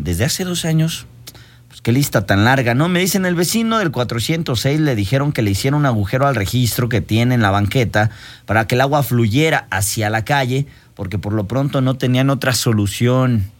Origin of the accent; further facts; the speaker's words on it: Mexico; Somos mexicanos, podemos todo.